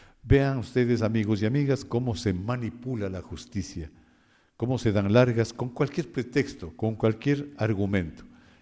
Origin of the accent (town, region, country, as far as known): Ecuador